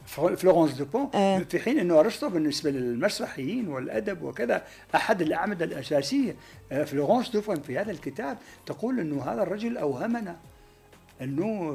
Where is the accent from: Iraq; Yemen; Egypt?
Iraq; moved away as an adult; now in France; لأنه أنا من جيت من العراق إلى فرنسا كان لدي دعوتين